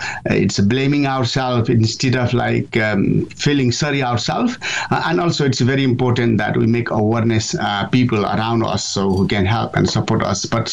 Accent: Nepal; And it is simply tells about how I grew up in Nepal, to how I joined the British Army, my service, to my injury, to my recovery and finally climbing mountains.

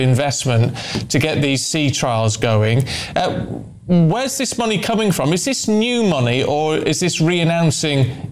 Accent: Barrow-in-Furness, North West England, United Kingdom; it's not often I get to head to talk to someone in my hometown of Barrow-in-Furness

